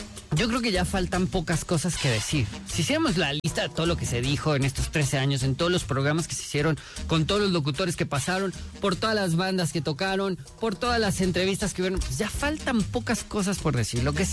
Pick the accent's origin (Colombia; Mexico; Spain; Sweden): Mexico